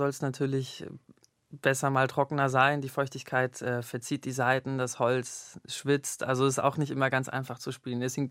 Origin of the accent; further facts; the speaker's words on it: Singapore; Genau, ich bin in Singapur aufgewachsen, habe da auch 6 Jahre gelebt und die Zeit in der Grundschule, die Grundschule war im Dschungel eigentlich gelegen.